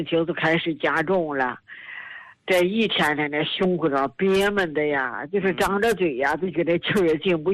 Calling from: Tianjin, China; 我是天津北辰的新朋友。

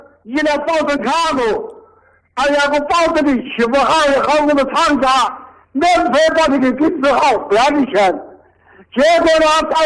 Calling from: Wuhan, Hubei, China; 我们在武汉市东西湖博泉农场

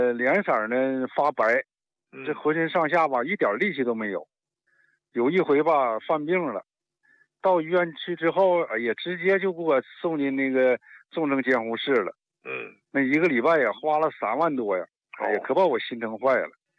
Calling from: Changchun, Jilin, China; 哎，你好，老师，我是东北长春的呀。

